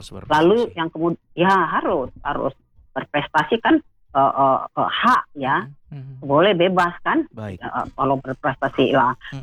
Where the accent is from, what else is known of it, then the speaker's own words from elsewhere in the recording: Medan, North Sumatra, Indonesia; saya kebetulan kan adanya lahir dan besar di daerah saya di Medan.